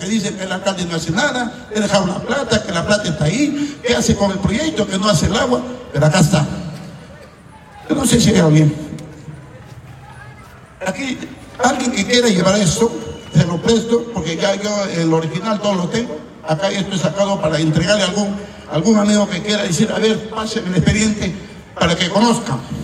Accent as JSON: {"language": "Spanish", "town": "Tucumé", "region": "Lambayeque", "country": "Peru"}